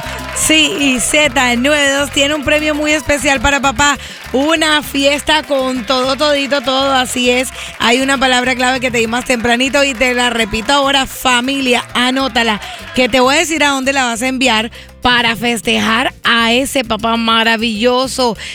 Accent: Colombia; somos todos los colombianos

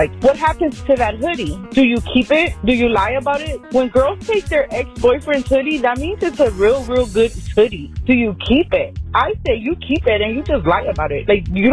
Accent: Los Angeles, California, United States; from Los Angeles, Boyle Heights.

